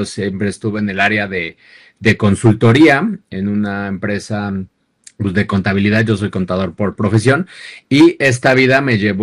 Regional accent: Mexico; Yo vengo de una familia que no tenía la cultura del vino, tal vez como todo mexicano, ¿no?

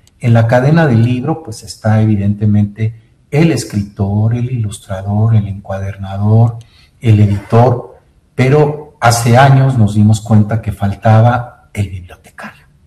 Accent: Guadalajara, Jalisco, Mexico; born there; Los que nacimos en Guadalajara nos dicen tapatíos.

